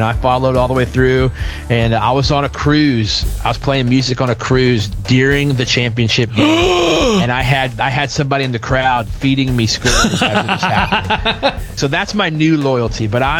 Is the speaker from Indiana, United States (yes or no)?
yes; Indiana, United States; I'm born and raised in Indiana.